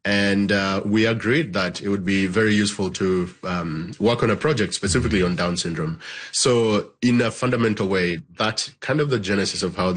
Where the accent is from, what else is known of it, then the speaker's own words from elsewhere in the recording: Uganda; now in Canada; So I was born and raised in Uganda. I'm a Ugandan Canadian now. And it's very true, that back home in Uganda, we don't have